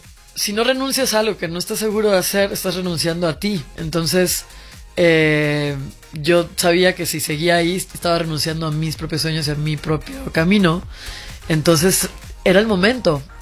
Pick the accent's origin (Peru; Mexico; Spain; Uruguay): Mexico; moved away as an adult; also born or lived in Guadalajara; Sí, estudié música, me fui a Guadalajara a estudiar música. Yo soy de La Baja.